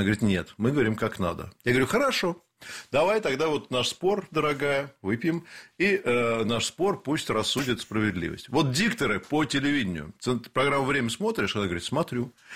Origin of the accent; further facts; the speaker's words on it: Moscow, Russia; С Москвы. С Москвы, конечно.